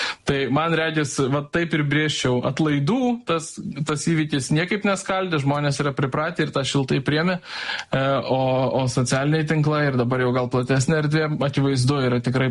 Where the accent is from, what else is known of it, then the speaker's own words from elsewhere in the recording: Vilnius, Vilnius County, Lithuania; aš esu aukštaitis, vilnietis